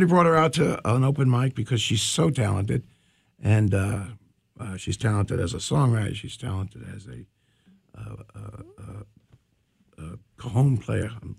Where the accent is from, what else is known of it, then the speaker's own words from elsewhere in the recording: Long Island, New York, United States; moved away as an adult; also born or lived in St. Louis / Los Angeles; now in Space Coast, Florida, United States; I'm from Long Island originally, 18 years. Okay. Went out to St. Louis for 2 years. Why? I don't know. out to L.A. for 11 years.